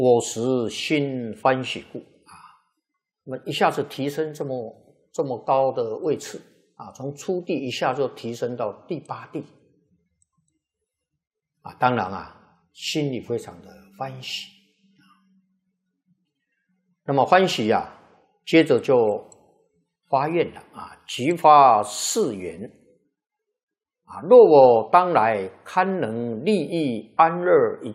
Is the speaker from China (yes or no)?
no; Taiwan; 跟我们台湾人口差不多